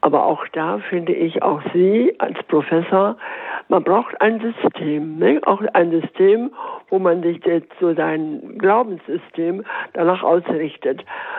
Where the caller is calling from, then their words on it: Nordwalde, North Rhine-Westphalia, Germany; ich rufe aus Nordwalde an. Das liegt im Bistum Münster.